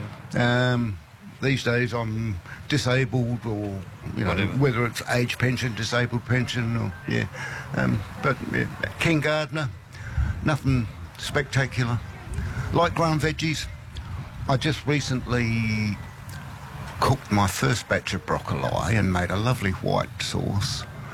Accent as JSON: {"language": "English", "town": "Bury", "region": "North West England", "country": "United Kingdom", "said": "I'm from Bury."}